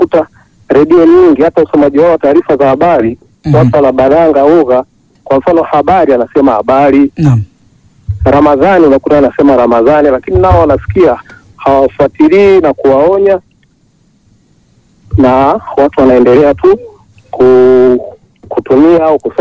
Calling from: Tabora, Tanzania; natokea Irolangu Tabora.

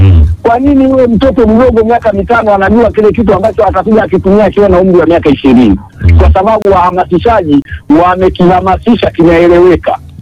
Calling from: Kyerwa District, Kagera, Tanzania; natoka Ilai ya Kierwa, kijiji cha Tumsi, kitongoji cha Banga A, pakana Uganda huko na Rwanda.

